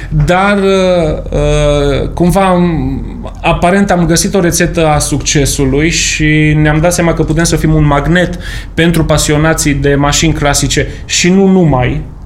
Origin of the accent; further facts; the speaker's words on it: Romania